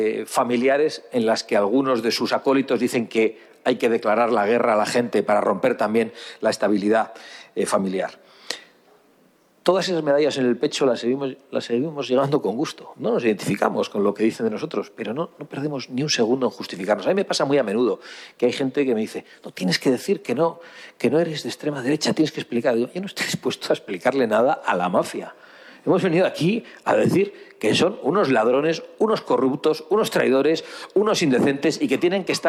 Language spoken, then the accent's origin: Spanish; Basque Country, Spain; Aquí, en mi tierra vasca